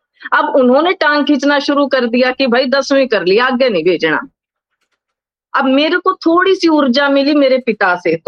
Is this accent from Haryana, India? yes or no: yes; Meham, Haryana, India; also born or lived in Rohtak; मैं महम कस्बे से हूं, अब तहसील बन गया है